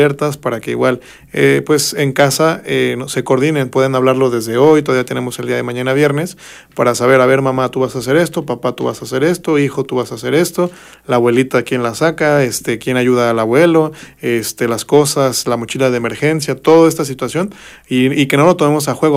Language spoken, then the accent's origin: Spanish; Mixteca, Mexico; como mexicanos y también pues como acatecos, ¿no? Que como mixtecos, que es nuestra región